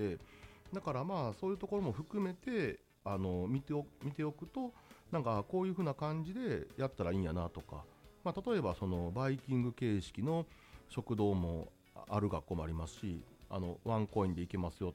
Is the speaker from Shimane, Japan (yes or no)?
no; Osaka, Japan; born there; 私は大阪の公立高校出身やったんで、